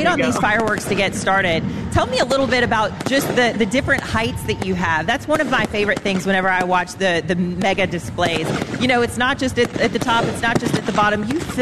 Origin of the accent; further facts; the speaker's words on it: North Carolina, United States; I'm from North Carolina.